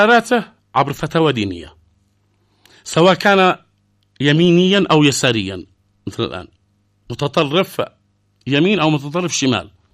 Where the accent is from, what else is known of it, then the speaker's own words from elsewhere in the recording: Yemen; عندنا في اليمن